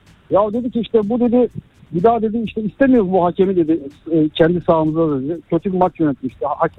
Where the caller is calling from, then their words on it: Izmir, İzmir, Turkey; Ben bir Galatasaray taraftarıyım, İzmir'den bağlanıyorum.